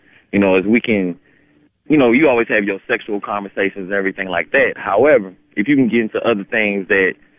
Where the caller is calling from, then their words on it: Montgomery, Alabama, United States; I'm calling from Montgomery, Alabama right now.